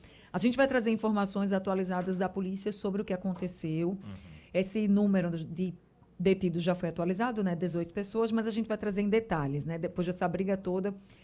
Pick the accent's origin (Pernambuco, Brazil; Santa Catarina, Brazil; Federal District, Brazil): Pernambuco, Brazil; Recife; porque eu também, né, sou do Ibura, fui criada, nascida e criada lá.